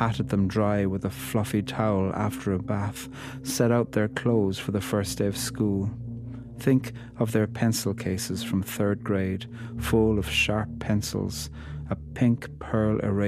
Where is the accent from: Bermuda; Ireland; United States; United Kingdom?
Ireland; I'm a poet from Ireland